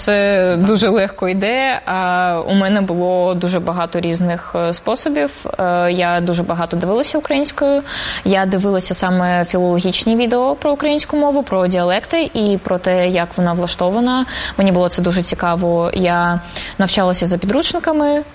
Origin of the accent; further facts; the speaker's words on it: Simferopol, Crimea, Ukraine; Ukrainian is a second language; moved away; also born or lived in Russia; я з Сімферополю, я зараз перебуваю там і там, я вчу мову